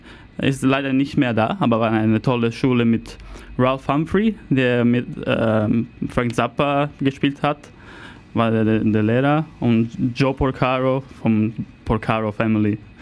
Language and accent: German; Calabria, Italy; also born or lived in Milan; Nein, ich habe dort gelebt, aber ich komme aus Kalabrien, ganz am Süden.